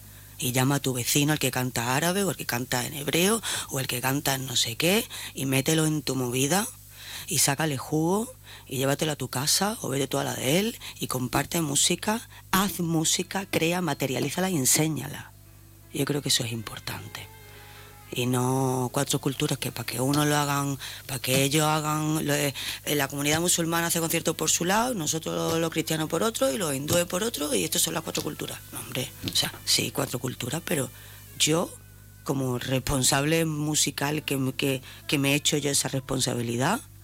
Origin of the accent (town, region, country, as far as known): Ceuta, Spain